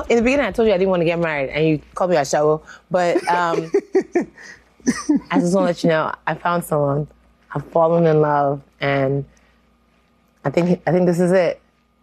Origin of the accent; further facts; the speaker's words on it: Nigeria; But because I'm Nigerian, I can't just to have a hobby.